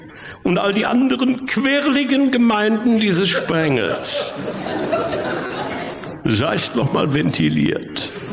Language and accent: German; North Rhine-Westphalia, Germany; Komm, ich komme aus dem Ruhrgebiet und bei uns zu Hause fangen eigentlich alle Sätze mit also an.